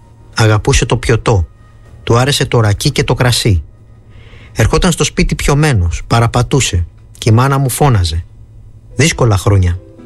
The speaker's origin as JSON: {"language": "Greek", "town": "Chios", "region": "North Aegean", "country": "Greece", "tie": "born or raised there", "also_born_or_lived": "Krini, Turkey", "said": "Γεννήθηκα στο Τσεσμέ Κρίνη κατά των ελληνικών της Μικράς Ασίας απέναντι από τη Χίο. Δεν έζησα όμως καθόλου εκεί. Μωρουδάκι με πήρε η μάνα μου στον πρώτο διωγμό το 1914 και ήλθαμε στη Χίο."}